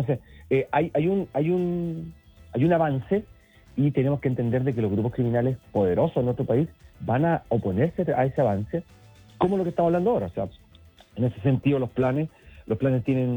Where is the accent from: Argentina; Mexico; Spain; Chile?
Chile